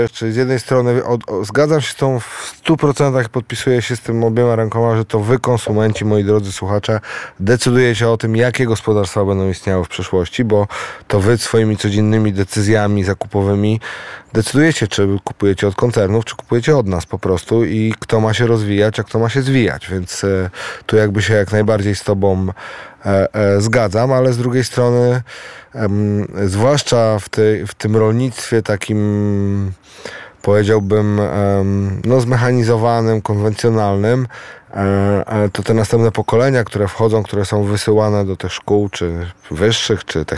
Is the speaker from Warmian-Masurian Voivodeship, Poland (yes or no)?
yes; Warmian-Masurian Voivodeship, Poland